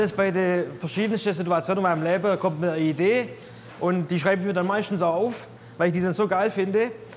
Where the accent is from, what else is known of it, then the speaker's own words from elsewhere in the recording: Swabia, Germany; Ich bin ein Schwabe durch und durch.